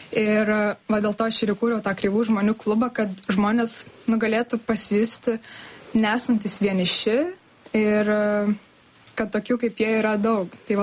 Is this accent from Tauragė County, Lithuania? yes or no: no; Kaunas, Kaunas County, Lithuania; now in Vilnius, Lithuania; tai aš iš Kauno tiesiog norėjau bėgti į savo svajonių miestą